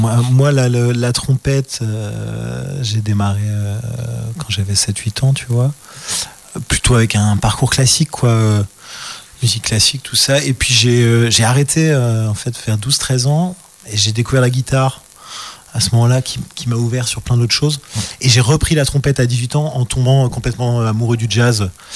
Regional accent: Brussels, Belgium; J'ai grandi à Bruxelles. Et donc, j'ai grandi avec toutes ces musiques, toutes ces influences.

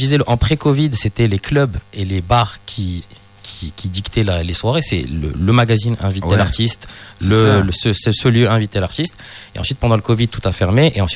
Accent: Morocco; moved away as an adult; now in Lille, France; je suis né, j'ai grandi au Maroc, je suis arrivé à Lille qu'à 18 ans.

